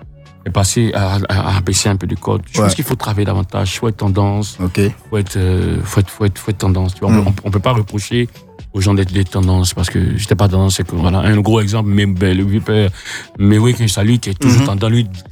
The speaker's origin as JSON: {"language": "French", "country": "Côte d’Ivoire", "said": "Je veux dire, nous, on est des Ivoiriens, on est des Africains."}